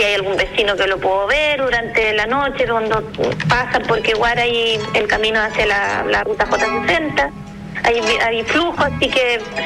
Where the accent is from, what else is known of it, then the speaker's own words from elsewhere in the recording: Chile; el corazón se inflama como chileno también